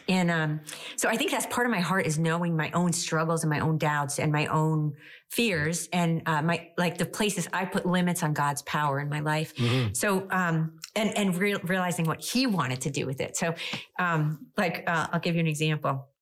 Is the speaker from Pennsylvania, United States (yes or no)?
no; Long Island, New York, United States; I grew up on Long Island in New York.